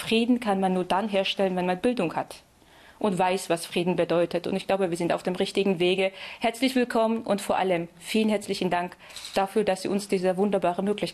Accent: Dessau, Saxony-Anhalt, Germany; Und nun stehe ich hier als Georgierin und ich sage, ich bin eine Dessauerin mit georgischen Wurzeln, also eine Europäerin. Und ich bin stolz darauf.

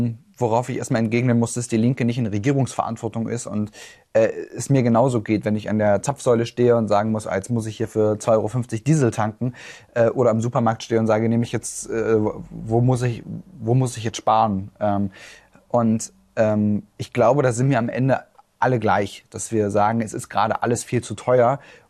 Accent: Saxony-Anhalt, Germany; ich bin im Dorf aufgewachsen, was nach wie vor von der Braunkohle bedroht ist, was immer noch als Bedarfsfläche für den Abbau vorgesehen ist.

